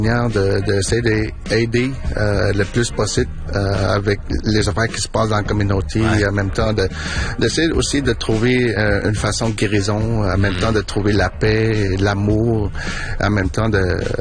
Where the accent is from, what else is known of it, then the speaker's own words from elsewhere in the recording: Quebec, Canada; now in Montreal, Canada; J'ai grandi dans le Grand Nord. Ça fait 13 ans à peu près que je démarre à Montréal, ouais. Au sud du Québec.